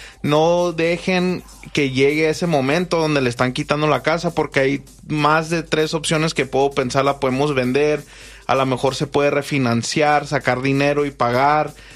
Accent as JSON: {"language": "Spanish", "country": "Mexico", "moved": "yes", "said": "como mexicano, pues yo tengo permiso de trabajo"}